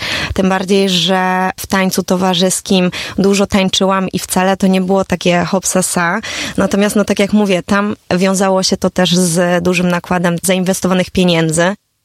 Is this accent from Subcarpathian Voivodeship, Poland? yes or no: no; Bełchatów, Łódź Voivodeship, Poland